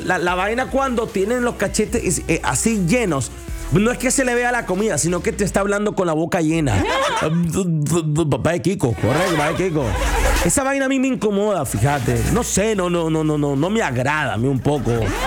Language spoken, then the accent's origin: Spanish; Nicaragua; Mira, aquí estamos así. Somos nica, pero es que no.